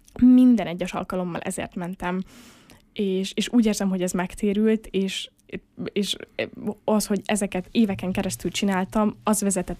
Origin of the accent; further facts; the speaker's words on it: Miskolc, Borsod-Abaúj-Zemplén, Hungary; ugye én miskolci vagyok